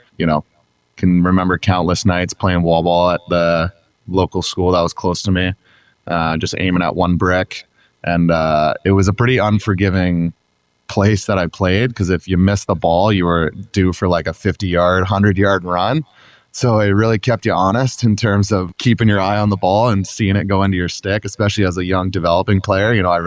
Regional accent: Georgetown, Ontario, Canada; There was a group of us from my hometown, who was four of us who were all kind of commuting together down to Vaughan, Ontario, back to Georgetown.

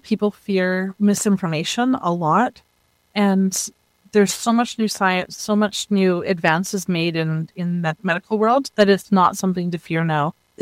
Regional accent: Mackenzie, British Columbia, Canada; also born or lived in France; now in Prince George, Canada; I'm originally from Mackenzie, which is about 2 hours north of here, in a very small town. So moving to Prince George was the big city life.

